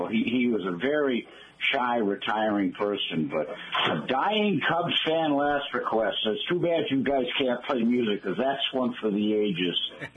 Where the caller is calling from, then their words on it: Colorado, United States; you know I'm from Colorado.